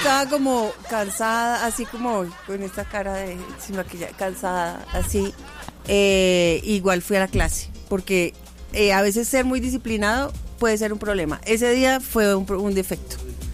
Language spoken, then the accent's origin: Spanish; Medellín, Antioquia, Colombia; also born or lived in Cali; Pues nací en Cali, pero no me criaron allá, sino que me criaron en Medellín, entonces soy caleña chiviada, soy paisa.